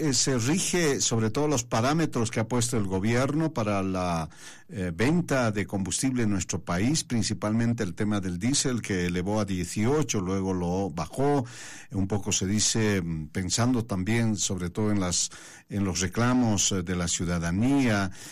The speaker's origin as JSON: {"language": "Spanish", "country": "Bolivia"}